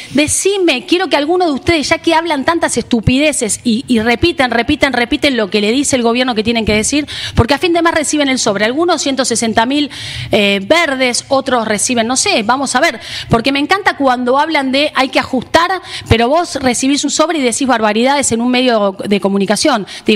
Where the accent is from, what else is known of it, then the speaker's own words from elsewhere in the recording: Argentina; nosotros como argentinos nos queda mucho por aprender.